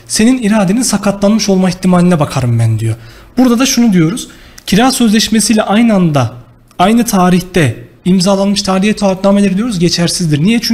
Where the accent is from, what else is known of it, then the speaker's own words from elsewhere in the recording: Talas, Kayseri, Turkey; also born or lived in Istanbul; Kayseri Talaslıyım. 1997 doğumluyum. İlk orta ve lise öğrenimimi Kayseri'de tamamladım. Daha sonra üniversite için İstanbul'a gittim.